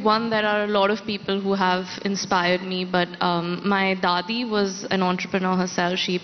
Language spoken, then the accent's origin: English; Delhi, India; growing up in Delhi